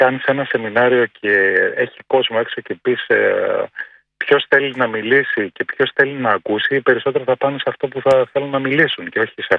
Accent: Thessaloniki, Central Macedonia, Greece; Εγώ είμαι από Θεσσαλονίκη

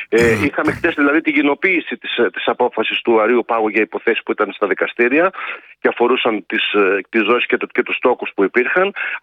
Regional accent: Larissa, Thessaly, Greece; και επειδή είμαι από το Θεσσαλικό κάμπο, καταγωγή μου είναι από τη Λάρισα σαν καταγωγή

